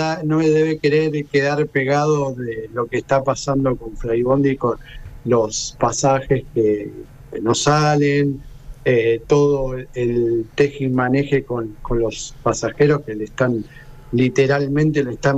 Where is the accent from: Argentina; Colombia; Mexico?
Argentina; Buenos Aires; yo soy de acá, de Buenos Aires.